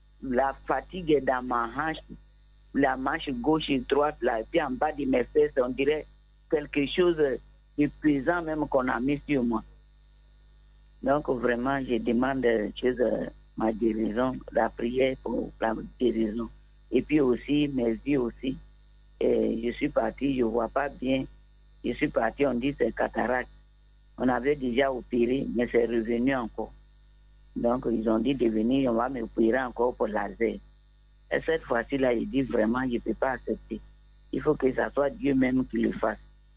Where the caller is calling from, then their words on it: Abidjan, Côte d’Ivoire; Je vous appelle de Yopougon.